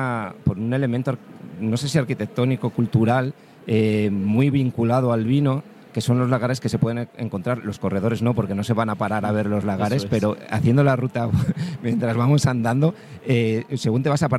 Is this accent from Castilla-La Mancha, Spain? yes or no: no; Salamanca, Castile and León, Spain; Ya sabéis que yo soy salmantino y de muy cerquita de San Esteban